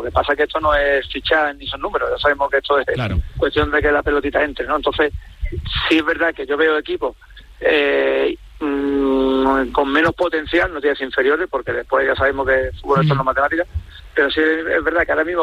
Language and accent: Spanish; Málaga, Andalusia, Spain; moved away; also born or lived in A Coruña; que me ha dado el Málaga, y el Depo, por los años que estuve allí, que fue la primera vez que yo salí de Málaga, y estoy súper contento.